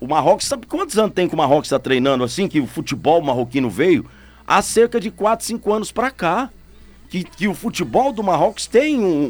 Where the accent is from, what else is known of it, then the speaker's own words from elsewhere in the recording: Brazil; Eu sou brasileiro